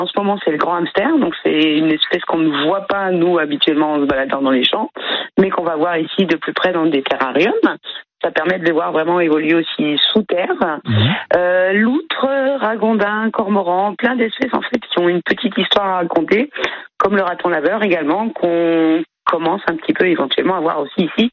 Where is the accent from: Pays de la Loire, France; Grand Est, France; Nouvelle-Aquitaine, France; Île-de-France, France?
Grand Est, France; Je suis alsacienne, donc 100% chauvine.